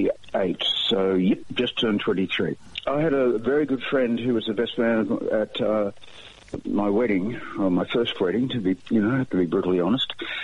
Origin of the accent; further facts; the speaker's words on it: Sydney, New South Wales, Australia; 1955, which makes me 70 this year, which is an extraordinary thought. I was born on Sydney's North Shore in Killara. So we were sort of born into a community of old money